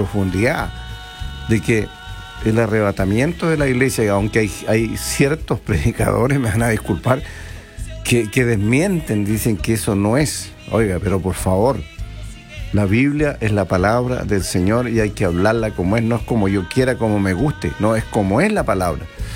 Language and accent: Spanish; Río Bueno, Los Ríos, Chile; compañero de trabajo unionino, río buenino. Estoy trabajando en la Unión